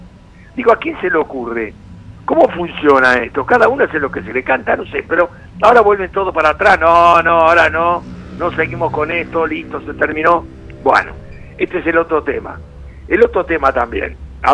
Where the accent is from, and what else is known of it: Argentina